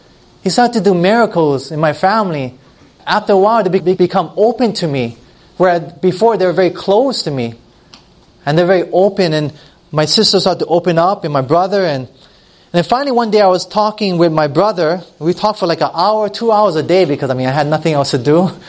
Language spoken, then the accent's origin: English; Hilo, Hawaii, United States; moved away as an adult; back to my hometown where I grew up in Hilo, Hawaii. My family's from, they all lived there